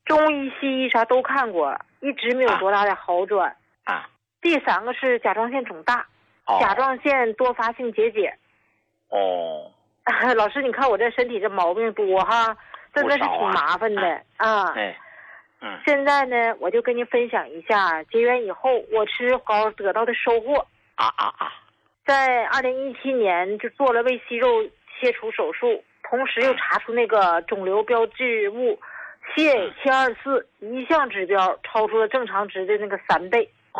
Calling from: Qiqihar, Heilongjiang, China; 我是来自黑龙江齐齐哈尔的，

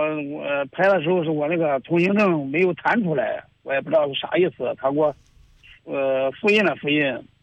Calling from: Luoyang, Henan, China; 我就是洛阳的人。

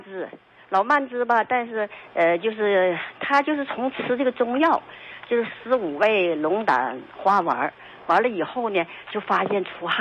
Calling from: Harbin, Heilongjiang, China; 我是哈尔滨的。

